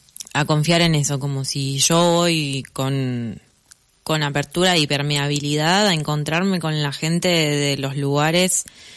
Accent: Argentina; si me preguntan de dónde soy, ahí digo, como que soy de Buenos Aires. Pero bueno, también como ya hace unos meses que estoy viajando y ya estuve por varios lados

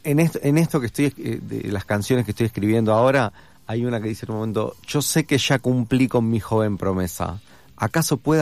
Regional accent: Argentina

